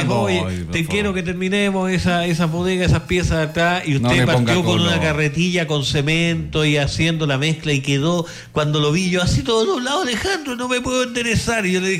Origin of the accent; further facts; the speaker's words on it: Doñihue, O'Higgins, Chile; moved away; A mí me encantó la idea de ir a Doñihue, porque es mi tierra. Usted sabe que yo vengo de la región de O'Higgins